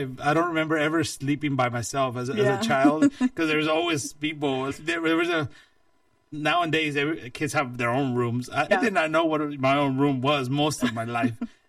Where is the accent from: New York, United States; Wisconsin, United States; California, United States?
California, United States; Modesto; also born or lived in Aguililla, Michoacán, Mexico / Redwood City, California; And then from there, we moved to Westside, and most of my life, I grew up in Westside